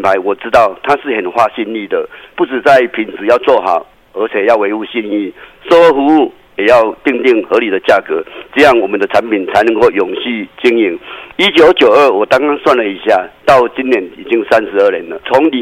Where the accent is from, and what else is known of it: Taiwan